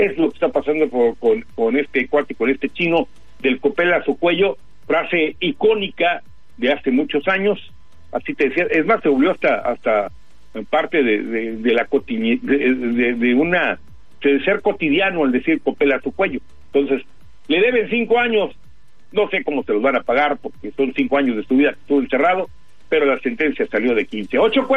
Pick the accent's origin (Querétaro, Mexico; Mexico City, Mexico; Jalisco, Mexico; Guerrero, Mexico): Mexico City, Mexico; born there; now in Tapachula, Mexico; yo nací en la Ciudad de México, y para ir a sacar un acta de nacimiento, imagínese, trasladarme desde Tapachula hasta la Ciudad de México